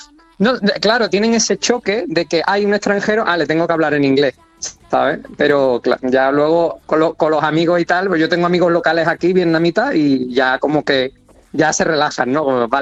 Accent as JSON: {"language": "Spanish", "town": "Seville", "region": "Andalusia", "country": "Spain", "said": "yo soy sevillano, yo soy de Sevilla"}